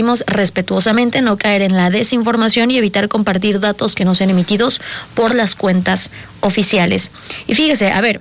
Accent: Puebla, Mexico; como poblanas y poblanos

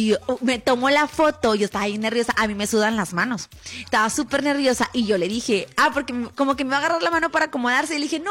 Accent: Monterrey, Nuevo León, Mexico; soy de Monterrey.

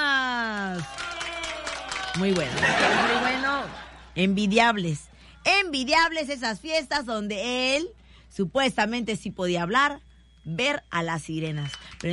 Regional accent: Mexico; como al mexicano nos gusta

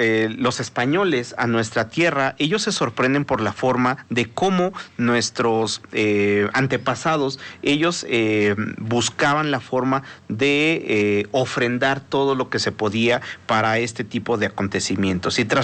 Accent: Mexico; nosotros como mexicanos, al tener pues de vecino... tan cerquita a una potencia mundial

